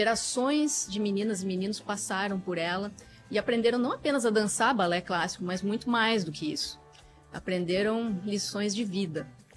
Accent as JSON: {"language": "Portuguese", "region": "Rio Grande do Sul", "country": "Brazil", "moved": "as an adult", "lives_now": "Porto Alegre, Brazil", "said": "Eu sou do interior, vim estudar aqui em 1996"}